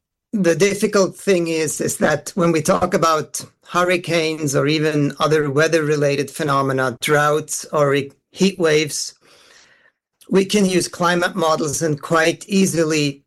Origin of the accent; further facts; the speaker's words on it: Switzerland; I come from Switzerland, and I follow the news there